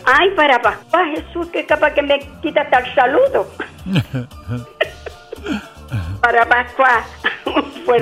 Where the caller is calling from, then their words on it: Canary Islands, Spain; aunque soy española, soy primero canaria y después soy española.